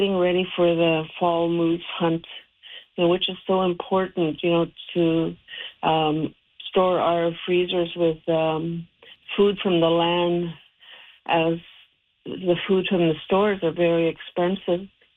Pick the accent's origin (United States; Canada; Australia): Canada; Fort Chipewyan, Alberta; from Fort Chipewyan, Kitetail, Northern Alberta